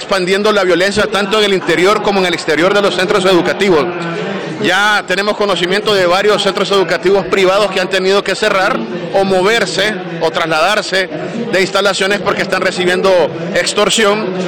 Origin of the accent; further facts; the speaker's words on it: Francisco Morazán, Honduras; yo soy de aquí de Francisco Morazán